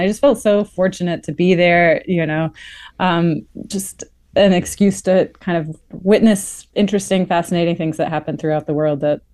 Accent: East Coast, United States; moved away as an adult; now in Texas, United States

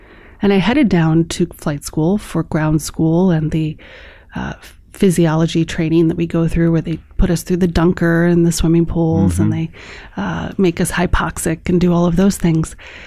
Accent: Chicago, Illinois, United States; I grew up in Chicago

